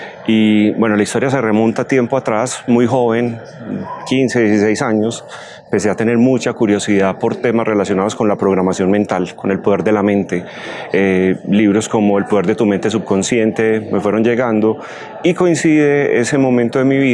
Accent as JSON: {"language": "Spanish", "country": "Colombia"}